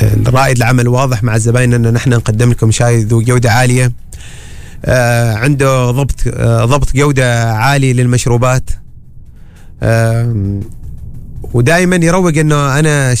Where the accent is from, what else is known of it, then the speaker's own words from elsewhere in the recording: Oman; عندنا في عمان،